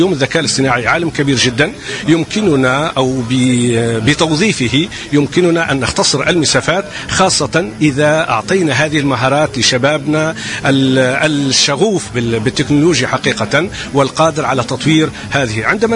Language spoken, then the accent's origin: Arabic; Tunisia; بحكم أنا تونسي